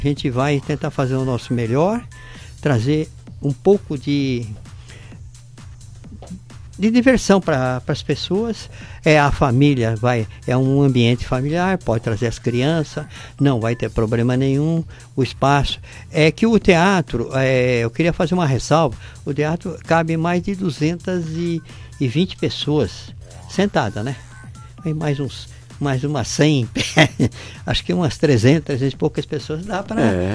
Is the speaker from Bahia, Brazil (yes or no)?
no; São Paulo, Brazil; now in Itararé, Brazil; Eu vim de São Paulo. São Paulo tem muitas opções de teatro, de cinema. Aqui na região tem poucas opções de lazer.